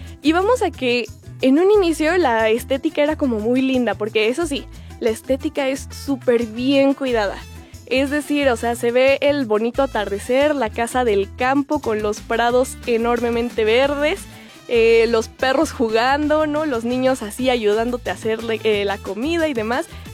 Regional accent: Mexico; como buenas mexicanas, y no solo mexicanas, sino latinoamericanas

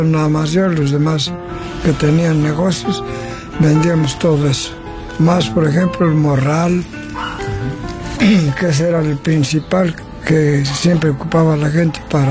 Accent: San Bartolo, Mexico; Sí, yo soy aquí originario de San Bartolo

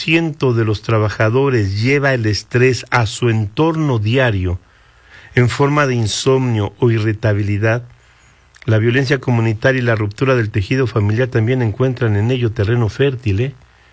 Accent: Mexico

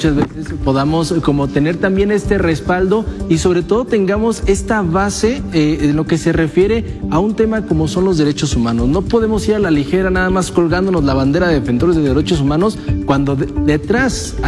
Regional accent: Mexico; esos tabús que seguimos teniendo como sociedad mexicana.

